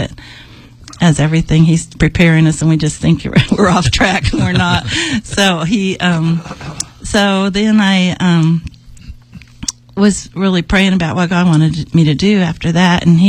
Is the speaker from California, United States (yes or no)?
no; Augusta, Georgia, United States; Well, I grew up in Augusta, Georgia. Went to Butler years ago.